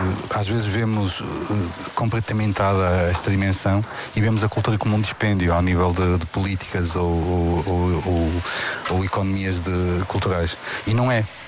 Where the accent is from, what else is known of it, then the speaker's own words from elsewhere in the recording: Porto, Norte, Portugal; born there; E porque vivo lá, e porque nasci lá também. Eu sou amarantino, só de empréstimo, literalmente.